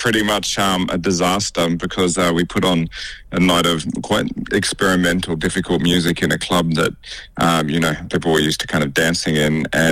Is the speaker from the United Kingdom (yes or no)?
no; Wagga Wagga, New South Wales, Australia; moved away; I'm originally from Wagga Wagga, actually.